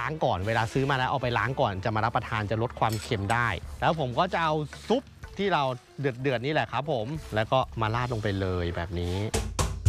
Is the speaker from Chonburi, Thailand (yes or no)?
yes; Chonburi, Thailand; ผมก็เป็นคนชลบุรีนะแต่ผมเพิ่งรู้จักวิธีการทำหอยเสียบวันนี้ครั้งแรกในชีวิตเลย